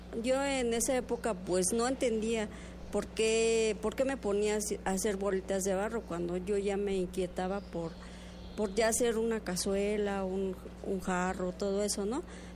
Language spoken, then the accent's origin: Spanish; Santa María Atzompa, Oaxaca, Mexico; soy originaria de Santa María Atzompa, orgullosamente artesana.